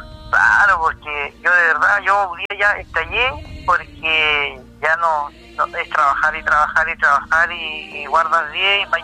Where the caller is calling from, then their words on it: Chaitén, Los Lagos, Chile; De Chaitén, recién de Los Lagos.